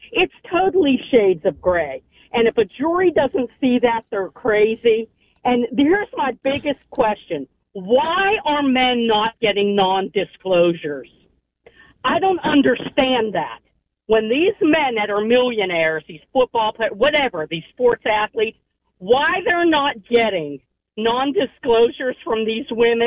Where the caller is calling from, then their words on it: Navarre, Florida, United States; from Navarro.